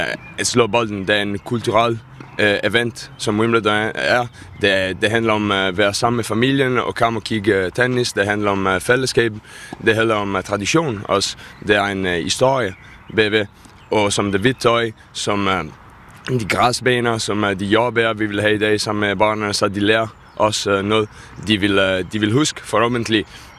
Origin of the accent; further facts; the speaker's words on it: Italy; Danish is a second language; som I kan høre, jeg er ikke fra Danmark, jeg kom fra Italien.